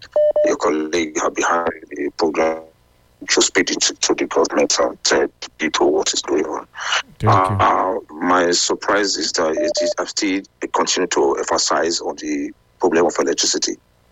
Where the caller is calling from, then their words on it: United Kingdom; I'm calling from United Kingdom.